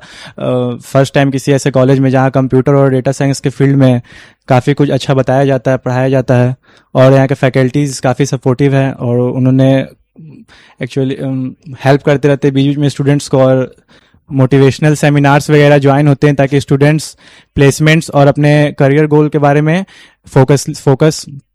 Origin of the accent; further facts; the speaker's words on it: Patna, Bihar, India; मैं पटना का रहने वाला हूँ, मैं अभी बीसीए सेकंड ईयर का छात्र हूँ।